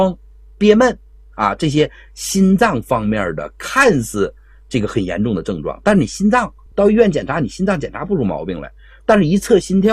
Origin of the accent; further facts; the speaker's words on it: China; 那日子可能还没有咱们内地人过得这么富裕。